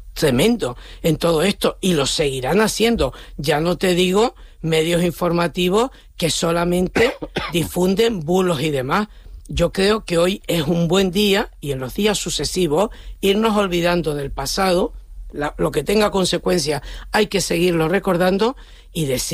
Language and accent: Spanish; Canary Islands, Spain; now in Tenerife, Spain; Somos canarios, vivimos en Tenerife